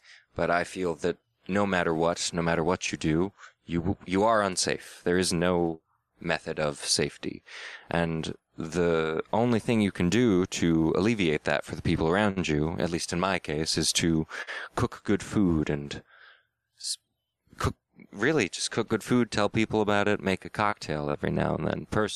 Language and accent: English; California, United States; And that's a big issue with growing up in California, is you develop a trust in the government